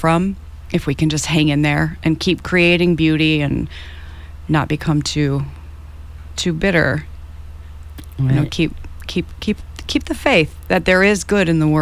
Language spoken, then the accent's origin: English; Utah, United States; now in Los Angeles, United States; And I was from Utah, and everyone else, you know, most of my career has been in LA or here. So everyone thought it was really funny … since I'm from the mountains.